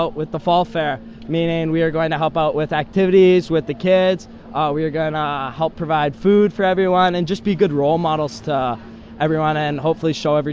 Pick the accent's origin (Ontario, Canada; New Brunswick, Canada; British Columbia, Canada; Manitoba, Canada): Manitoba, Canada; Headingley; now in Winkler, Canada; I am from Headingley, Manitoba, just outside of Winnipeg.